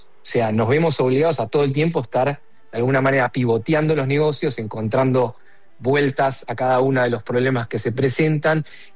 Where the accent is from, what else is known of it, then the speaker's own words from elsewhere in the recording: Argentina; Como bien decís, yo soy argentino.